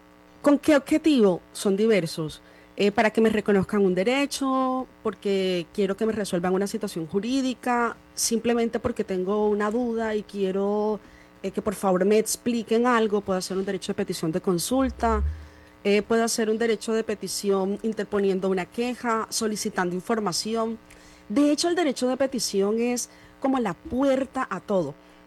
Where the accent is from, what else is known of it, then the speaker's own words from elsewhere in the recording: Sincelejo, Sucre, Colombia; el pregrado lo estudié acá en Sincelejo, en mi ciudad natal